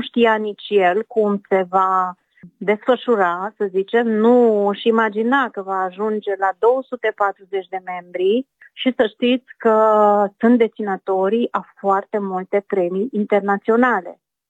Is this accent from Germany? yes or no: no; Romania; moved away; ca și româncă care sunt aici din, de foarte mulți ani, de 35 de ani